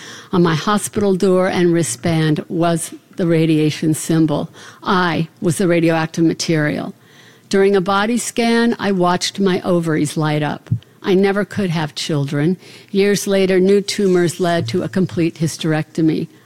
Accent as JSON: {"language": "English", "town": "Salt Lake City", "region": "Utah", "country": "United States", "tie": "born or raised there"}